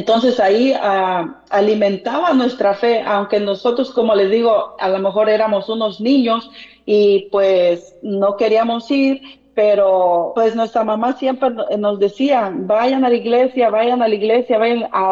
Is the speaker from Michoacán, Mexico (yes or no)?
no; Rioverde, San Luis Potosí, Mexico; nosotros éramos casi los últimos de los que vivían ahí en mi pueblito, porque pues nosotros somos de un rancho de allá de Río Verde, por allá un ranchito lagartijero, y pues nosotros casi éramos la última casa